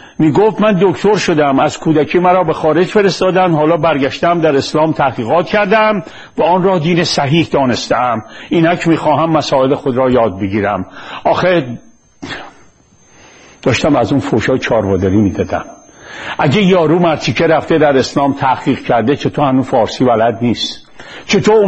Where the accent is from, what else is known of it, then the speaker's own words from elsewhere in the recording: Iran; اون خدا به درد ما ایرونی ها نمیخوره